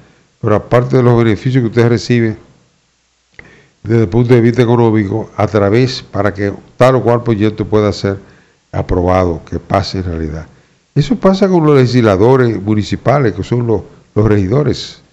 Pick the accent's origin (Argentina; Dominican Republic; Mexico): Dominican Republic; el dominicano, nosotros no apreciamos las bellezas que tiene nuestra provincia